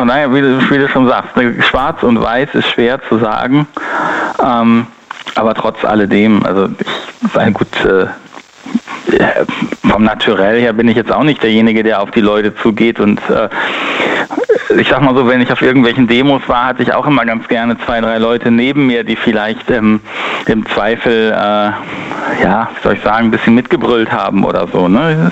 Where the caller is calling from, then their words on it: North Rhine-Westphalia, Germany; Ich komme aus dem Rhein-Sieg-Kreis.